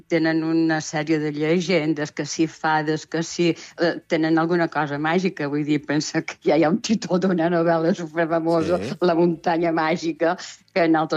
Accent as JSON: {"language": "Catalan", "region": "Balearic Islands", "country": "Spain"}